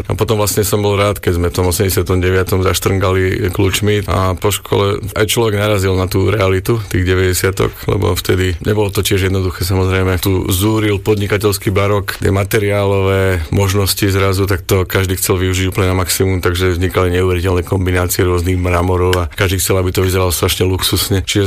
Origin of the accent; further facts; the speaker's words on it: Prievidza, Trenčín Region, Slovakia; Ja osobne pochádzam z Prievidze.